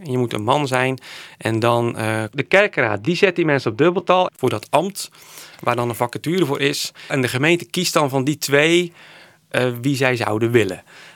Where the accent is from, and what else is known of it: Sint-Annaland, Zeeland, Netherlands; also born or lived in Rotterdam; now in Goeree-Overflakkee, Netherlands